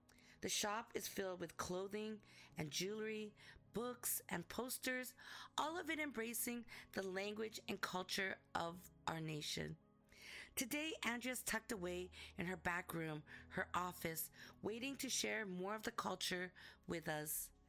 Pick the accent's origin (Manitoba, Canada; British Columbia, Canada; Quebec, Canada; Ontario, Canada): British Columbia, Canada; I am from the Gwasla Nakwata of the Kwakwakiwak, also Nishka, Kosalish, and Cree.